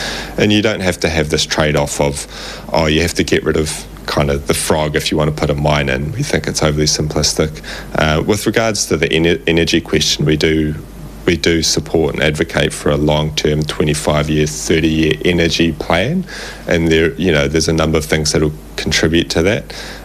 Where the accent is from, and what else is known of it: New Zealand